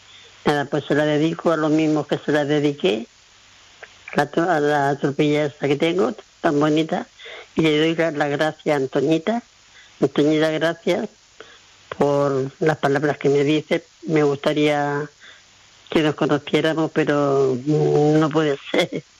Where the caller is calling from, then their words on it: Son Serra, Balearic Islands, Spain; Mira, Manu … de Son Serra.